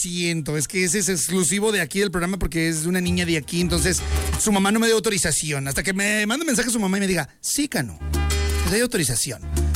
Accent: northern Mexico, Mexico; soy norteño.

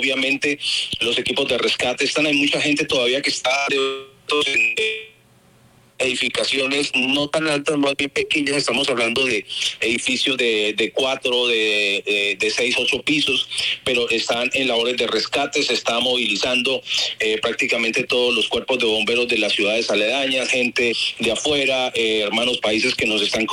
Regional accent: Colombia

